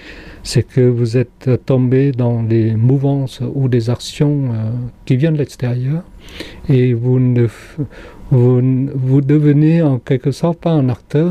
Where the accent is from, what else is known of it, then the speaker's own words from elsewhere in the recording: Cambodia; now in France; C'est que j'ai quitté le Cambodge comme sur quelque chose que je ne maîtrisais pas du tout. Et même en arrivant en France, au bout de 3 ans, j'ai fait des cauchemars presque tous les soirs.